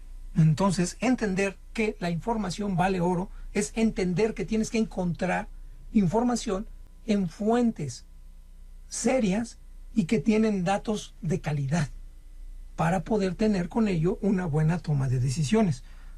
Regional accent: Mexico; un pequeño empresario como usted, como yo, mexicano

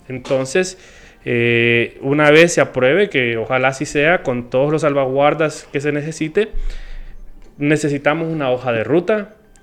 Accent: Honduras; Tenemos que ver como hondureños

